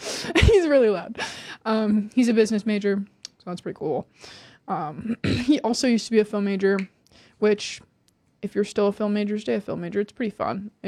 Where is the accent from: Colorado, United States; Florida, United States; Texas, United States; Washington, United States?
Washington, United States; Marysville; I am from Marysville, Washington, which is about 45 minutes north of Seattle.